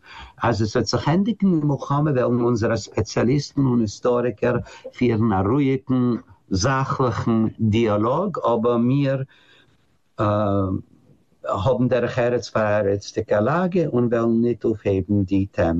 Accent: United States; German is a second language

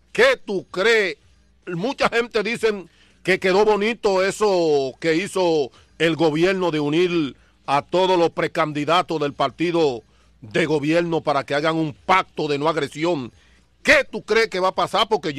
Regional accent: Herrera, Santo Domingo, Dominican Republic; Yo que soy de esa área de Herrera, yo que conozco bien eso por ahí, porque yo soy de Herrera.

